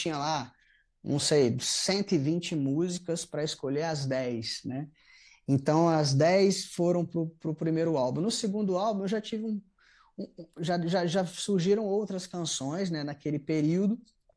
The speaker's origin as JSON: {"language": "Portuguese", "region": "Minas Gerais", "country": "Brazil", "said": "De Minas Gerais, eu sou mineiro"}